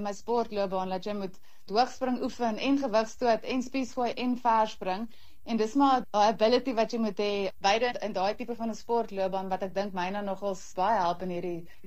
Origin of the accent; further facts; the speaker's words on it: Pretoria, Gauteng, South Africa; Ek het in Pretoria groot geword.